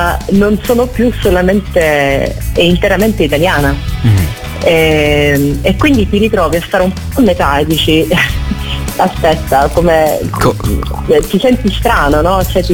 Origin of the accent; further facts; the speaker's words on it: Sicily, Italy; also born or lived in United States; Che è la mia terra